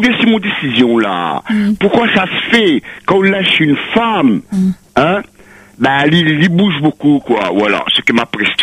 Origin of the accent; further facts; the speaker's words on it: France; moi, je suis français.